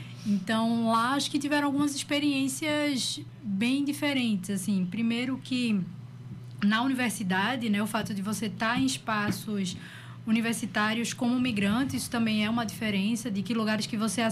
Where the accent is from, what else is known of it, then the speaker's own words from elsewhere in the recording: Brazil; moved away as an adult; era muito estranho estar como brasileira numa disciplina, né, que falava sobre povo brasileiro